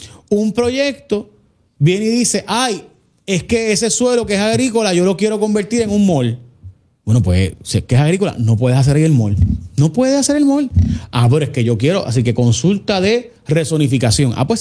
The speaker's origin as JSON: {"language": "Spanish", "country": "Puerto Rico", "said": "Hoy estoy desde Guaynabo, Puerto Rico"}